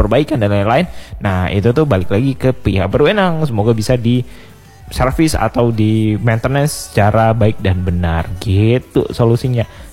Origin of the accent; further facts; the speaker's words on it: Banda Aceh, Aceh, Indonesia; kita selaku warga Banda Aceh